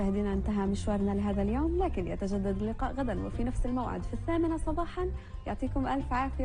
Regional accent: Palestine; ليس لدينا كفلسطينيين إلا الصمود على أرضنا والبقاء في منازلنا والتمسك بهذه الأرض.

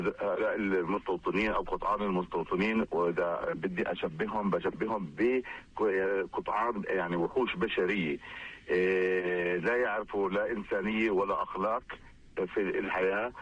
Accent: Palestine

